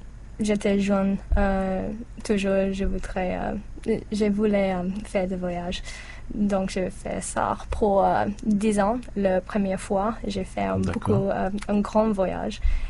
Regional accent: Australia; French is a second language; je suis en Australienne.

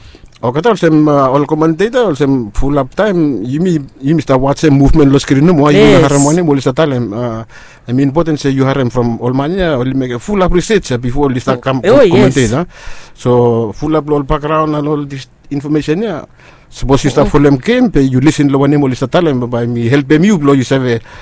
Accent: Sweden; English is a second language; I'm from Sweden.

